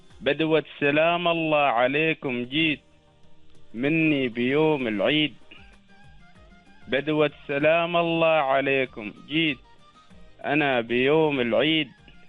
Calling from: Al-Musanaah, South Al Batinah, Oman; أكلمك من ولايتي، ولاية المصنعة، منطقتي، منطقة شرس الهدابة.

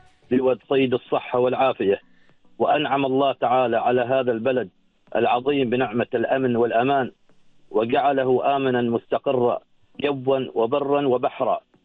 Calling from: Oman; وإذا قالوا عنا سياد يعني كعمانيين، نعم ما زلنا نحن سياد

